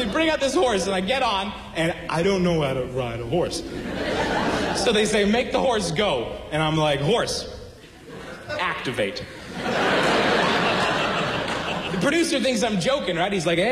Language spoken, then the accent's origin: English; Manitoba, Canada; I'm from Manitoba. I want to represent, right?